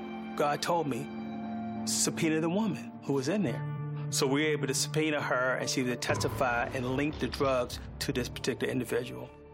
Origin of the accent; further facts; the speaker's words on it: Baltimore, Maryland, United States; Growing up in Baltimore